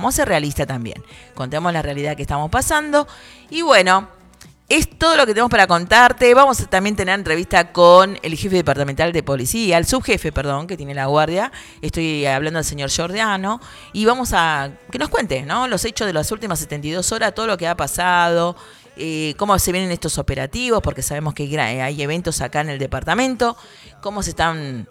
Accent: Argentina; Somos argentinos.

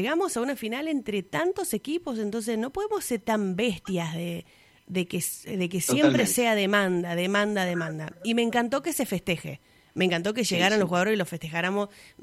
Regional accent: Argentina; Lo más lindo que tenemos que hacer como argentinos

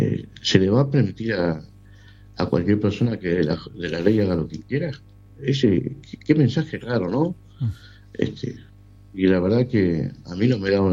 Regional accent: Argentina; Como ciudadano argentino, tenemos que seguir creyendo en los poderes democráticos.

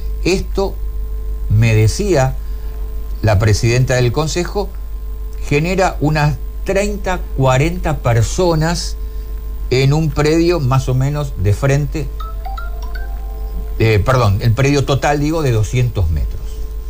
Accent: Granadero Baigorria, Santa Fe, Argentina; aquí que somos de Baigorria

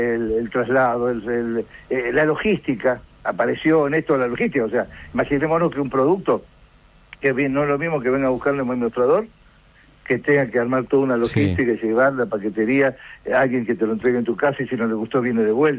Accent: Rosario, Santa Fe, Argentina; yo soy de Rosario, provincia de Rosario, provincia de Santa Fe, que es una provincia multiproductiva

